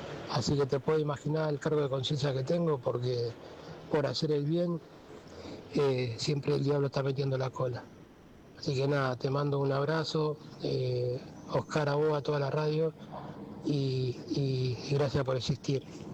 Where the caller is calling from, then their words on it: Vilanova i la Geltrú, Catalonia, Spain; de Barcelona. Precisamente cerca de Siches, estoy al lado de Siches, en un pueblo llamado Vilanova y la Geltrú.